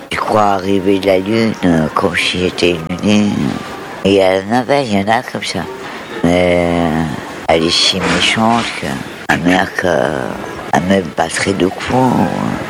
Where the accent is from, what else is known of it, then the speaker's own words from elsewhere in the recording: Denmark; Ah, je suis de loin, ouais. Je suis du Danemark.